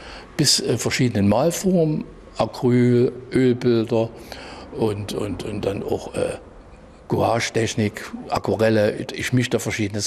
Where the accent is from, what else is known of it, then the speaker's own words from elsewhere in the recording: Chemnitz, Saxony, Germany; also born or lived in Dresden; ich bin auf dem Kassberg groß geworden und dort an der Seite meines Kinderzimmers war die Linie 8, die Straßenbahnlinie, die rumpelte dort vorbei.